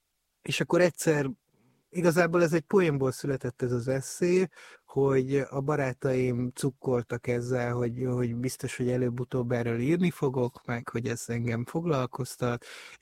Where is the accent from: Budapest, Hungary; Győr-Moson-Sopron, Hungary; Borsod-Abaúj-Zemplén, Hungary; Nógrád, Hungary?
Győr-Moson-Sopron, Hungary; Abda; moved away; Vidéken nőttem fel egy kis faluban, Dunántúlon, Abdán, Győr mellett